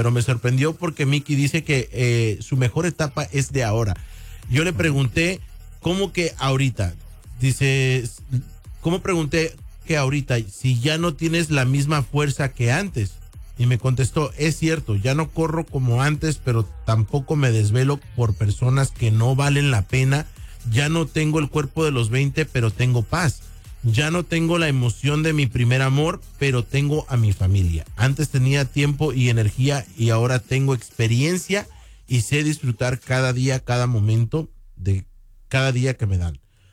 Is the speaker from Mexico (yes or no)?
yes; Mexico; Honestamente, hablando por como por de mí, que soy mexicano.